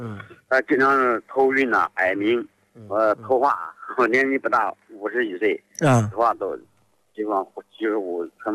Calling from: Suzhou, Anhui, China; 我是安徽宿州的

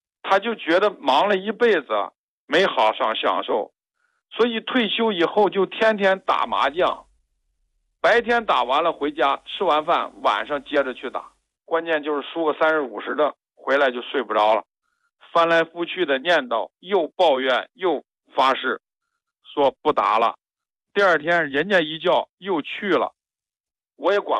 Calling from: Changchun, Jilin, China; 我家是长春的。

